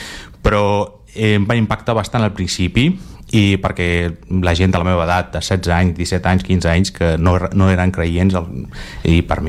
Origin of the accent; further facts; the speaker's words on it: Azerbaijan; Catalan is a second language; now in Spain; De fet, vaig perdre 2 anys comparat amb els meus companys d'Azerbaijan. Primer vaig aprendre català el primer any i, clar, no sabia res, només anglès.